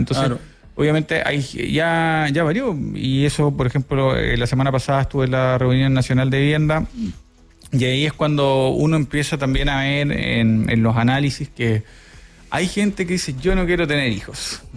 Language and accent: Spanish; Chile; Todos como chilenos